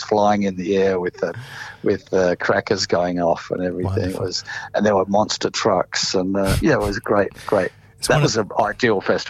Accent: Mount Gambier, South Australia, Australia; born there; I was born in South Australia in Mount Gambier

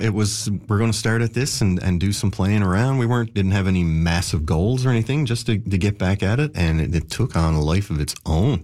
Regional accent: Newfoundland and Labrador, Canada; Like, even the guys who play with us now, Jamie, we're all from Trinity Bay.

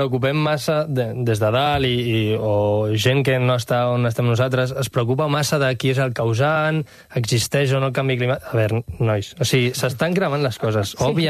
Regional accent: Gavà, Catalonia, Spain; Clar, jo soc del Parc de Gavà i aquell el vam pillar fort, i just hi havia urbanitzacions al costat

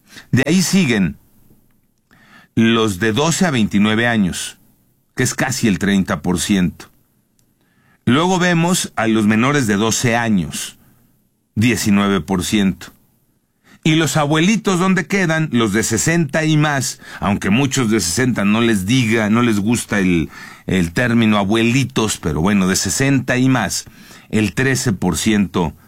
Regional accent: Mexico

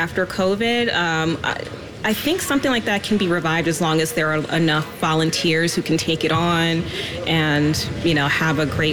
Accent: Philadelphia, Pennsylvania, United States; now in Media, United States; I'm from Germantown, Philadelphia.

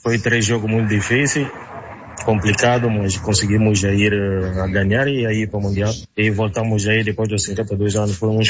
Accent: DR Congo; eu como congolês, estrangeiro, e eu estou a falar com os portugueses

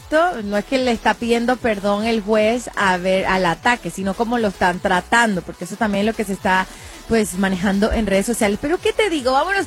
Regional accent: Venezuela; yo soy venezolana

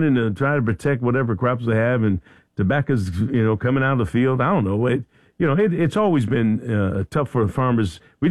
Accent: Philadelphia, Pennsylvania, United States; moved away; I live down here. I'm from Philadelphia

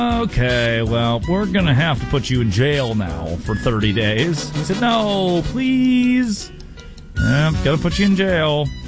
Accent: Ada, Oklahoma, United States; I'm from Ada, Oklahoma. You would go to jail from Ada. You would go to... Nah, Ada's a good spot.

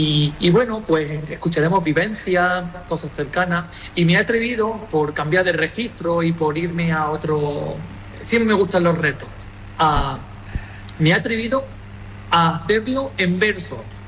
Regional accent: Andújar, Andalusia, Spain; moved away as an adult; now in Seville, Spain; como muchas personas de Andújar, a mí me gustaría estar en Andújar

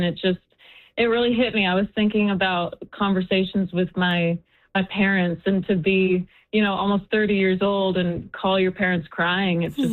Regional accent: Canada; now in Nashville, United States; there's so many Canadians in Nashville. We all kind of have our community

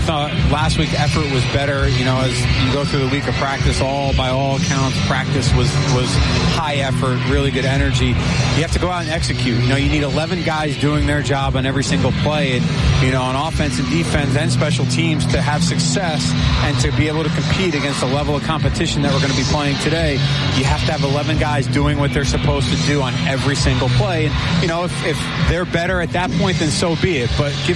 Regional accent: Pennsylvania, United States; Yeah, I'm from Pennsylvania.

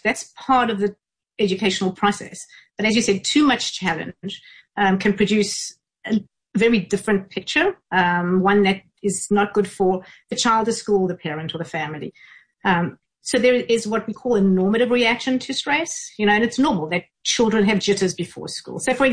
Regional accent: South Africa; I am from South Africa, proudly.

